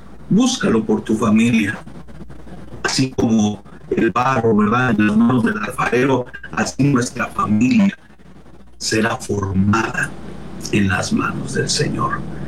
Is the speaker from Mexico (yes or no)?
yes; Mexico; Somos mexicanos, por supuesto. Amamos nuestra patria.